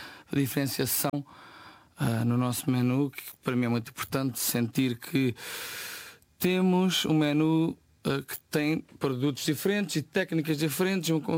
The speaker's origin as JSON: {"language": "Portuguese", "region": "Oeste", "country": "Portugal", "said": "Eu venho do oeste"}